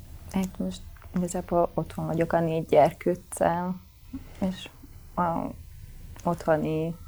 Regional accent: Sarkad, Békés, Hungary

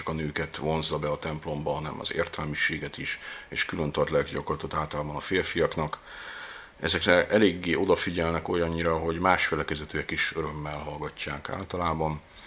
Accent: Budapest, Hungary; born there; 1972-ben születtem Budapesten.

